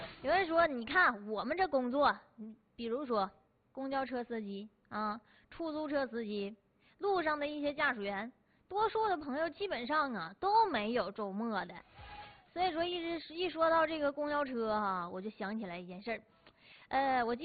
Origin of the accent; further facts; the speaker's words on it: Northeast China, China; now in Daqing, China; 我们东北人一般都打卡。